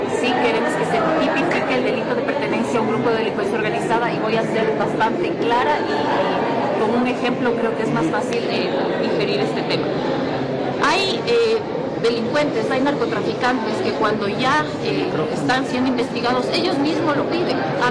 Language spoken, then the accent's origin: Spanish; Ecuador; nosotros como ecuatorianos